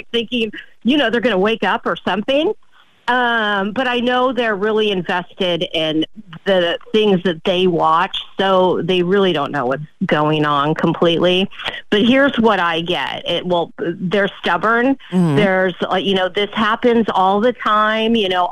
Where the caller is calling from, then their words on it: Martinez, California, United States; I'm from the Bay Area, your old stomping grounds.